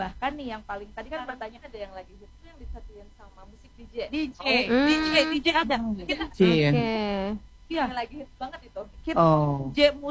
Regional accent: West Java, Indonesia

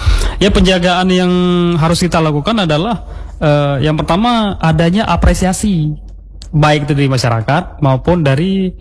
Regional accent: Aceh, Indonesia; Masa rumah saya enggak, saya orang Aceh, masa rumah saya enggak mirip orang Aceh gitu ya.

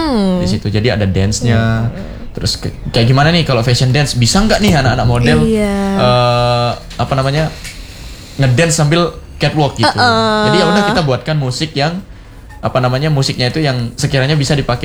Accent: West Nusa Tenggara, Indonesia; also born or lived in East Java; saya mungkin kenapa mau keluar dari Jawa Timur itu karena saya orang NTB

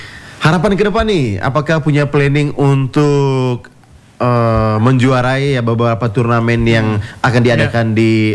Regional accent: East Nusa Tenggara, Indonesia; Kita sebagai orang Ngada juga kita berbangga dan kita mendukung.

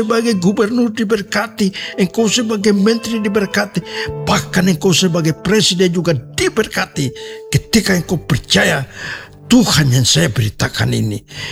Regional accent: Papua, Indonesia; Jadi perkataan ini juga pasti dikatakan oleh Yawinus Yadu kepada kita orang Papua

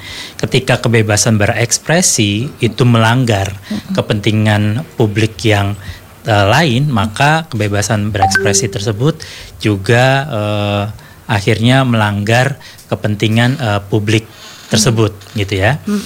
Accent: Aceh, Indonesia; sebagai orang Aceh

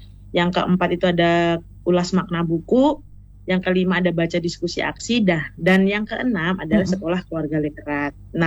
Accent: Way Kanan, Lampung, Indonesia; Ada Pak Agustianto dari Metro, ada Kak Devi dari Lampung Barat, dan saya sendiri dari Waikanan.

